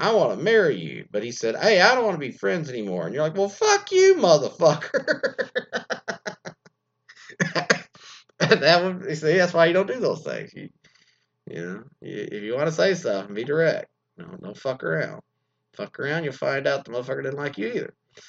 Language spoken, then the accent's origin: English; United States; now in United Kingdom; asked me where in the U.S. I was from because she recognized my accent, which shocked me because I didn't recognize hers.